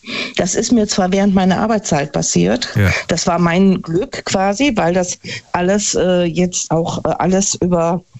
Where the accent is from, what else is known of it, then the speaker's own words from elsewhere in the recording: Neunkirchen-Seelscheid, North Rhine-Westphalia, Germany; Ja, ich bin aus Neunkirchen-Silscheid